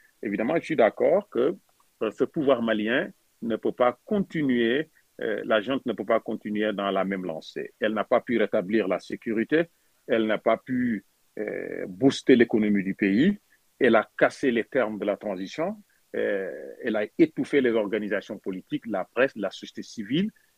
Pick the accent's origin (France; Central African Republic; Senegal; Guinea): Senegal; moved away; au niveau du Sénégal, qui est mon pays qui partage, donc mon pays d'origine qui partage une frontière avec le Mali